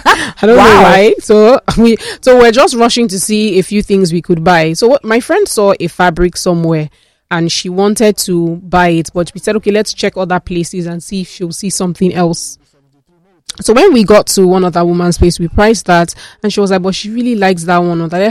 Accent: Nigeria; Are you not Nigerians? I'm a Nigerian too.

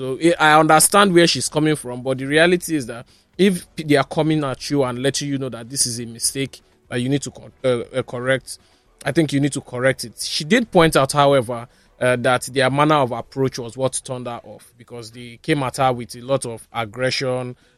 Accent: Warri, Delta, Nigeria; growing up, I never really knew that I was Edo. … so I always, growing up in Wari, I thought that I was a Yoruba guy. My dad spoke Yoruba, my mom speaks Yoruba, so I used to think I was.

